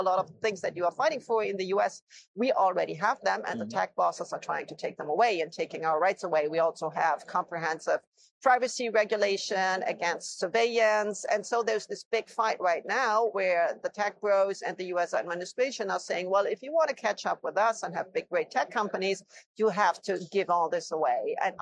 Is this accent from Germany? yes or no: yes; Germany; moved away as an adult; also born or lived in Italy; I lived in Italy for 20 years. I'm originally from Germany, but then I went to Italy